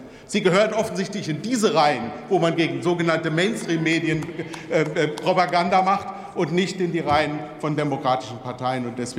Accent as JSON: {"language": "German", "town": "Wuppertal", "region": "North Rhine-Westphalia", "country": "Germany", "tie": "born or raised there", "said": "in meiner Heimatstadt Wuppertal"}